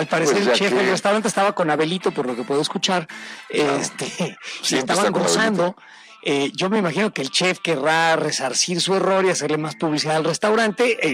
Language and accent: Spanish; Mexico; mexicanos que estamos orgullosos